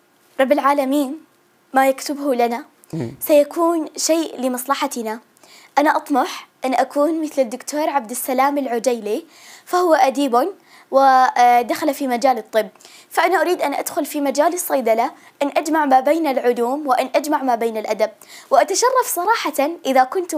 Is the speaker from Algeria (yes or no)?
no; Syria